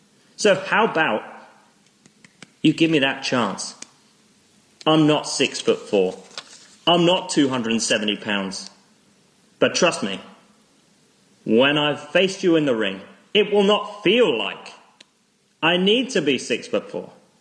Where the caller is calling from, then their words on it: London, United Kingdom; I'm not from America. I'm from England. I'm just from London.